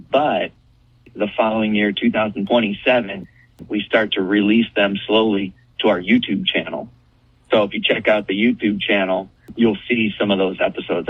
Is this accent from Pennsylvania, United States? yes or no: no; Michigan, United States; I'm a Michigan guy, born and raised in Michigan.